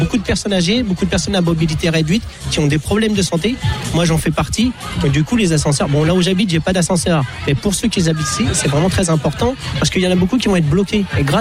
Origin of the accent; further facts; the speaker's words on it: Normandy, France; also born or lived in Lyon; Comme Iba, moi, je suis là depuis 7 ans, je viens de Normandie, j'ai pas mal voyagé, j'étais à Saint-Laurent-sur-Saône, à Lyon, face de la Duchère, donc les quartiers, je connais, j'ai grandi dedans